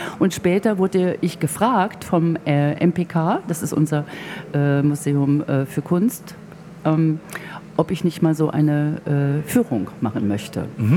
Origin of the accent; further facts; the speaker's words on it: Mannheim, Baden-Württemberg, Germany; accent: Kurpfälzisch; moved away; Ich habe das dann ins Pfälzische übersetzt, soll in Mundart, also ins Kurpfälzische, ich komme ja aus Mannheim.